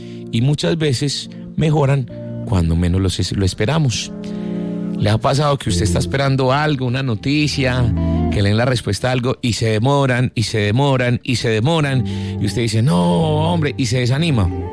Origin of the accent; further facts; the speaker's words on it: Paisa region, Colombia; como paisa, como colombiano